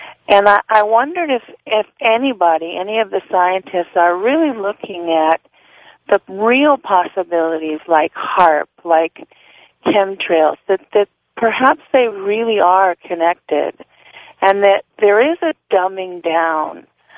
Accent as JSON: {"language": "English", "town": "Tujunga", "region": "California", "country": "United States", "said": "I'm from Tujunga."}